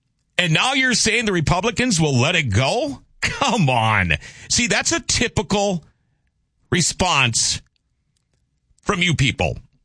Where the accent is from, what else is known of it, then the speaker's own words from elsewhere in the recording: Minnesota, United States; you know, I'm a Minnesotan. You guys, I think, all know that.